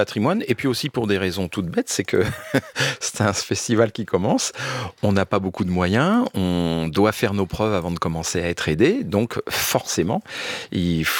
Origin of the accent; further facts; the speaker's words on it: Orléans, Centre-Val de Loire, France; J'ai grandi à Orléans et c'est tout à côté